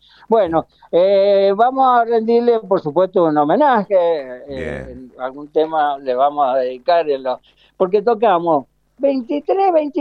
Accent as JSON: {"language": "Spanish", "region": "Mendoza", "country": "Argentina", "said": "este cantorazo tremendo que tenemos los mendocinos"}